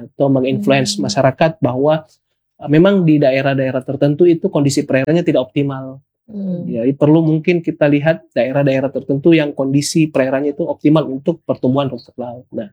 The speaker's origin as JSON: {"language": "Indonesian", "town": "Makassar", "region": "South Sulawesi", "country": "Indonesia", "lives_now": "Kupang, Indonesia", "said": "Saya dari Makassar."}